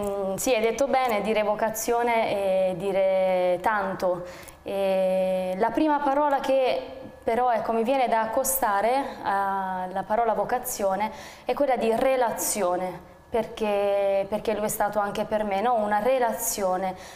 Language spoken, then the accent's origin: Italian; Foggia, Apulia, Italy; io sono di Foggia, sono pugliese di origine, quindi ecco, nella mia parrocchia d'appartenenza, Santi Guglielmo e Pellegrino